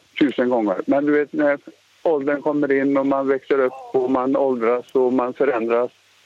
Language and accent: Swedish; Trollhättan, Västra Götaland County, Sweden; also born or lived in Finland; Jag är givetvis född i Finland, men sen så växte vi upp i Trollhättan.